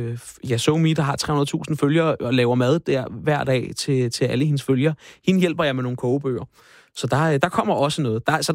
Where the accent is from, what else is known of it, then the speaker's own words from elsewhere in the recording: Frederiksværk, Capital Region of Denmark, Denmark; Frederiksværk, min gamle, hvor jeg er opvokset.